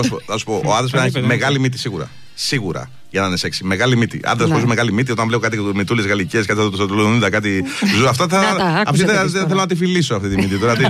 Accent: Aigio, West Greece, Greece; Στο χωριό μου, στο Αίγιο.

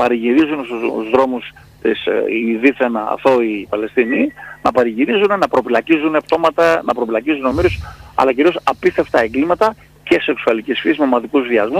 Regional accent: Greece; Είμαστε σε συντριπτικό ποσοστό Έλληνες, Χριστιανοί, Ορθόδοξοι.

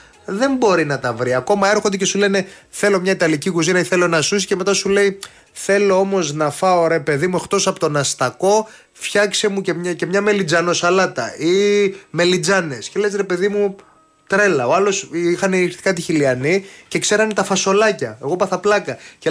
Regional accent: Naxos, South Aegean, Greece; now in Porto Heli, Greece; στην Άξο που είναι η πατρίδα μου και η οικογένειά μου, οι γονείς μου

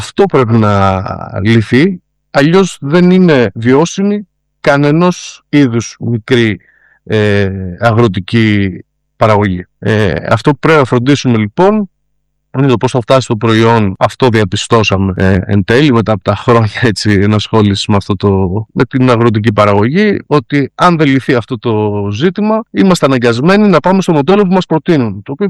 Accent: Trikala, Thessaly, Greece; Κάποια στιγμή είχα γνωρίσει, ας πούμε, στην πόλη μου, στα Τρίκαλα

